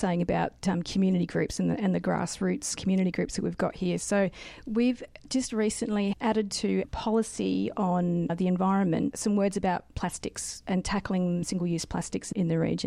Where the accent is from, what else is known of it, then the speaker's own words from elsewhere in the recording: South Australia, Australia; moved away as an adult; now in Mildura, Australia; I grew up in South Australia, moved away and became a geologist, and moved here to work with a mining company called Crystal Mining.